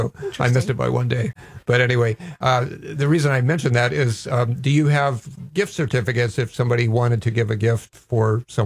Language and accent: English; Hawaii, United States; Or as we growing up in Hawaii, we just called it walking barefooted.